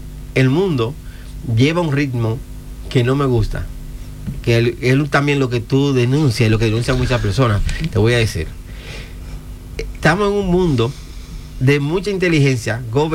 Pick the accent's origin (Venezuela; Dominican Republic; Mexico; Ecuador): Dominican Republic; now in Spain; Yo soy dominicano y en mi país digo para los dominicanos primero también.